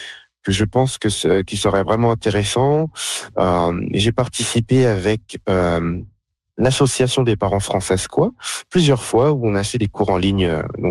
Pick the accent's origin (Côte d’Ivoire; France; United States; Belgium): France; now in Canada; ici en Saskatchewan, moi je suis français d'origine, et en fait, tout simplement, et j'ai pas réussi à trouver quelque chose qui me rappelle un peu ma jeunesse en France